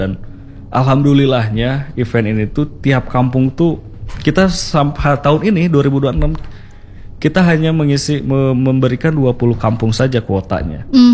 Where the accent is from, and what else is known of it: Pandeglang, Banten, Indonesia